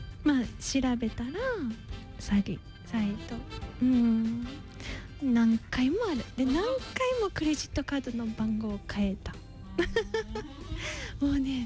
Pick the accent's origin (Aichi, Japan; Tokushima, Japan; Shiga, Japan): Tokushima, Japan; 私は徳島出身なんだけど、まあやっぱ地方の人はねとか言われる